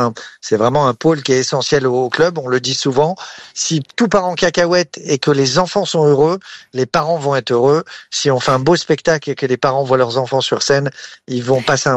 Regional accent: eastern France, France; Moi, j'ai grandi en HLM dans l'Est de la France, et j'étais jamais parti en vacances

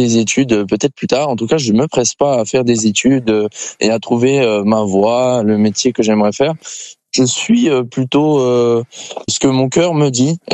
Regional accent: France; que je suis français et que avec la France c'est quelque chose qu'ils font particulièrement.

